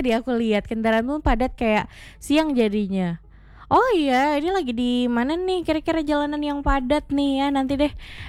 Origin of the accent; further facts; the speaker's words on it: Pontianak, West Kalimantan, Indonesia; Kebetulan aku orang Sungai Jawi nih